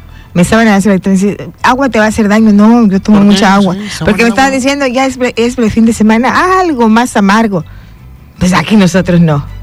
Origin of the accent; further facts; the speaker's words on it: Mexico; ¿Sabes cómo somos los mexicanos